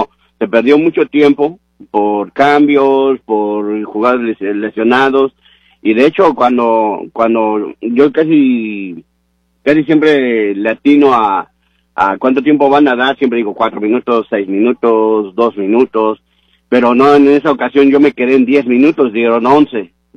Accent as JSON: {"language": "Spanish", "country": "Mexico"}